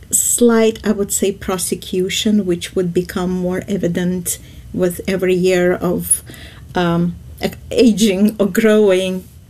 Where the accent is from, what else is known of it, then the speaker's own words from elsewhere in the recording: Baku, Azerbaijan; They would say, we're from Baku, which means we belong to Baku, and that's our nationality. And yes, all the years that we had our life there was, you know, being raised as a child